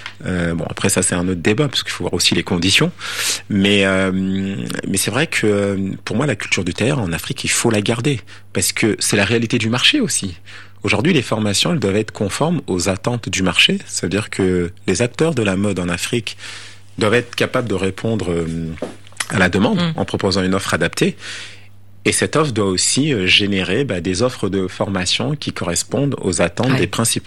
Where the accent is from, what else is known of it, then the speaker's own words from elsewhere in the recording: Paris, Île-de-France, France; born there; moi, je suis né à Paris